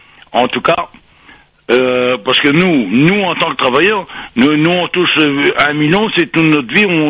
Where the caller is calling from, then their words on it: Réunion; Pourtant je suis français. Hein. J'habite à La Réunion, donc je suis français.